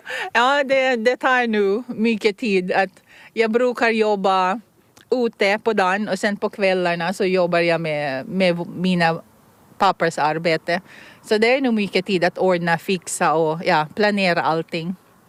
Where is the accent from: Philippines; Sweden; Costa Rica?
Philippines; first language Tagalog; Swedish is a second language; now in Åland, Finland